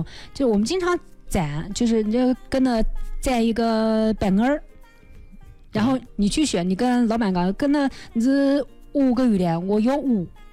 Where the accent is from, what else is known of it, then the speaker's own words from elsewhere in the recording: Wuwei, Anhui, China; 在我老家无为那边